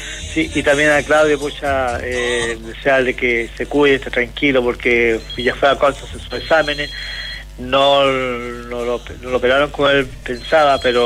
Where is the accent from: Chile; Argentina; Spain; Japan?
Chile